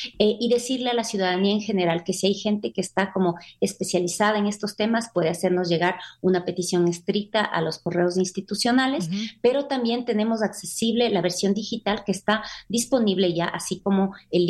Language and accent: Spanish; Ecuador; como ecuatorianos y ecuatorianas